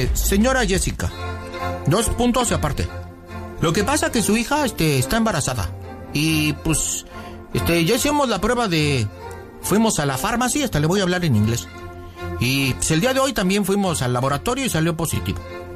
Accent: Xochimilco, Mexico City, Mexico; pues que me va a costar porque así nací yo, pues yo soy del barrio, acá del Xochimilco.

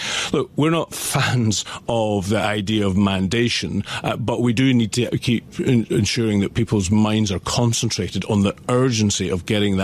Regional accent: Scotland, United Kingdom; I speak as a Scot who spends his time between Scotland and here.

